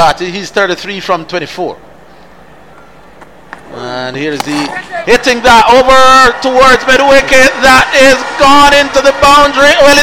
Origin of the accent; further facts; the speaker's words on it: Jamaica; as a Jamaican